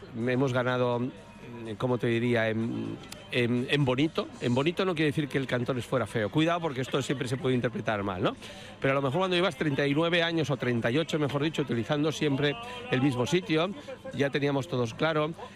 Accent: Barcelona, Catalonia, Spain; Abierta al mar, soy de Barcelona, con lo que todo lo que sea estar abierto al mar es una cosa que llevamos muy dentro.

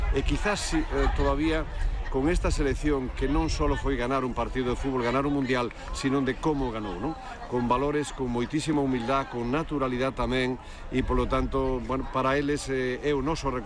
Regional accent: Galicia, Spain; tamén hai que estar aquí en Galicia, na miña terra, especialmente en Puenteareas

